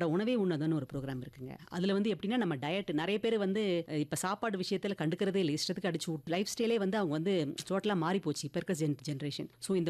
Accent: Chennai, Tamil Nadu, India; நான் வந்து பிறந்து வளர்ந்ததெல்லாம் சென்னையில்.

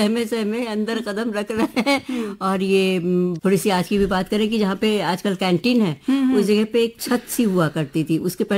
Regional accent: Lucknow, Uttar Pradesh, India; हमारा इसलिए बोल रहे हैं क्योंकि भाई हम लखनऊ में पैदा हुए और लखनऊ में ही है, तो लखनऊ में हम बोलते हैं

